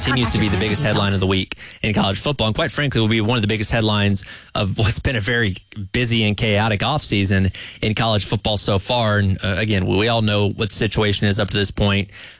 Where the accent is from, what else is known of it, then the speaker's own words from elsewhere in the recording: Atlanta, Georgia, United States; Like I grew up in Georgia, so I'm a Rays fan and a Falcons fan. And I chose those teams because they are representing my state, representing my city of Atlanta